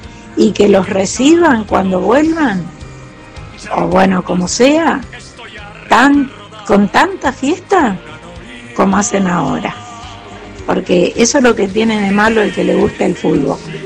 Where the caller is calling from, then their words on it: Argentina; como argentina, por supuesto que me gusta Argentina.